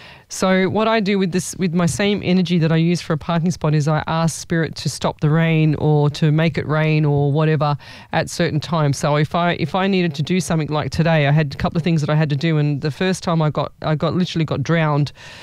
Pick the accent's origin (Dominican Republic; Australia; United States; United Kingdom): Australia; Sydney, New South Wales; We're from Sydney, New South Wales, Australia there, Chloe.